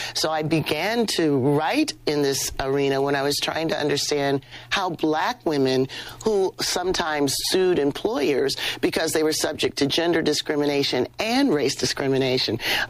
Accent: Canton, Ohio, United States; I grew up in Canton, Ohio, an industrial town in the Midwest on its way from the South to Chicago and Detroit.

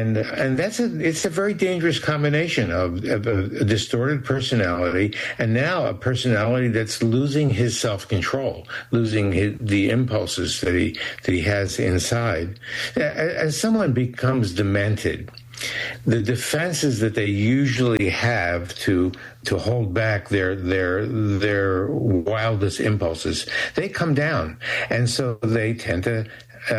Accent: Nebraska, United States; not that I, you know, I'm from Nebraska

